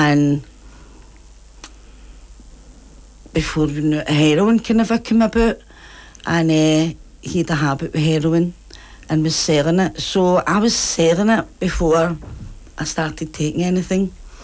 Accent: Glasgow, Scotland, United Kingdom; I'm from Easterhouse there, and I've been in addiction for 26 years.

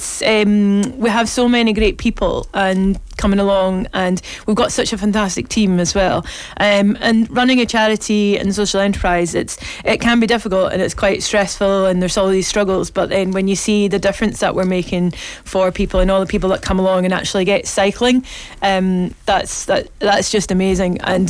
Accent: Glasgow, Scotland, United Kingdom; I'm born and brought up in Glasgow and I know this area, but I've never been on these paths before.

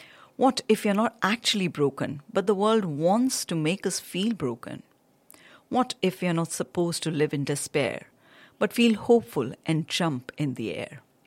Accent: India; and then gone through so many challenges growing up in India as a girl

